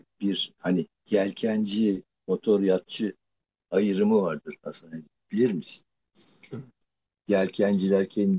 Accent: Eskişehir, Turkey; moved away; Ben Eskişehir doğumluyum.

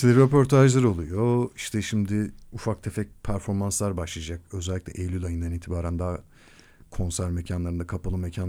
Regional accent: Kadıköy, Istanbul, Turkey; Daha Kadıköylüyüz ya, ben Kadıköylü rockçısıyım ama normal.

